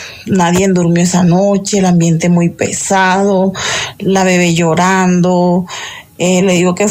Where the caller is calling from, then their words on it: Medellín, Antioquia, Colombia; de aquí, desde Medellín.